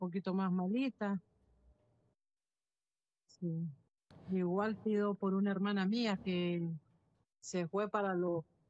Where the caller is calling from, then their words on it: Sébaco, Matagalpa, Nicaragua; soy de Sébaco, departamento de Matagalpa.